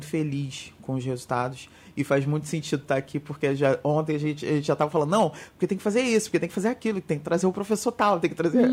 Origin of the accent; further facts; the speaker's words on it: São Gonçalo, Rio de Janeiro, Brazil; eu me deparei com uma Tabatinga que me lembrou muito a minha infância, porque eu sou de São Gonçalo, no Rio de Janeiro, que também é uma cidade do interior.